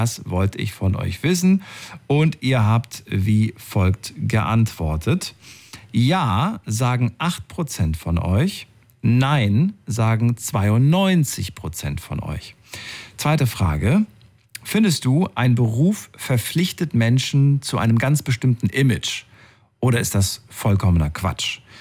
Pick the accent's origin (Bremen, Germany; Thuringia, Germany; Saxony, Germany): Thuringia, Germany; ich bin auch sehr, sehr locker erzogen worden. Bin ja aus Thüringen und so weiter.